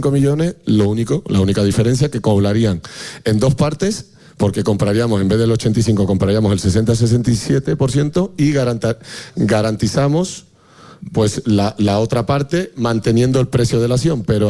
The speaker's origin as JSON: {"language": "Spanish", "town": "Seville", "region": "Andalusia", "country": "Spain", "said": "afortunadamente somos de Sevilla"}